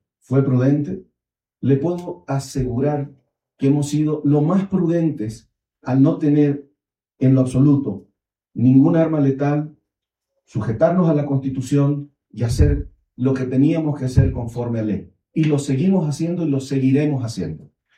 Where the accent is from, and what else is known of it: Bolivia